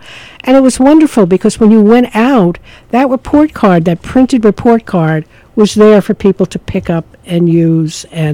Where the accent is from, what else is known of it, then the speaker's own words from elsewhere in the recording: Long Island, New York, United States; at Hofstra College, which is near where I grew up on Long Island.